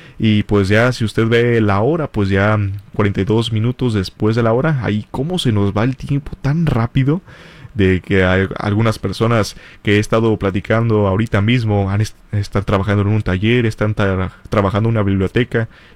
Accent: Irapuato, Guanajuato, Mexico; me crié. Específicamente en Irapuato, Guanajuato. Mi hermana y yo, aquí que está mi hermana, pues nos criamos en Irapuato, Guanajuato.

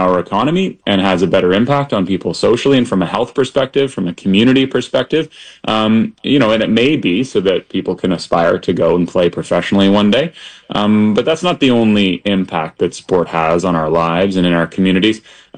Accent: Canada

